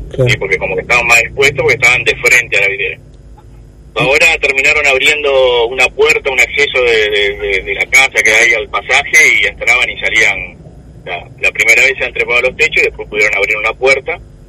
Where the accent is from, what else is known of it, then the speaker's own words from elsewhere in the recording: Santo Tomé, Argentina; yo soy de Santo Tomé, me llama un vecino, me dice, te entraron a robar.